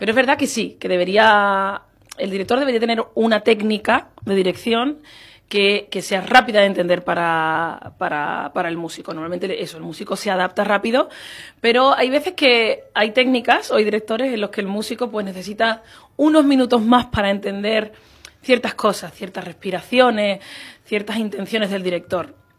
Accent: La Puebla del Río, Andalusia, Spain

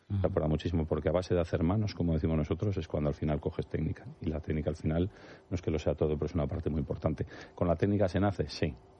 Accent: Valladolid, Castile and León, Spain; now in Madrid, Spain; Yo soy un madrileño de Valladolid. Hice aquí la residencia.

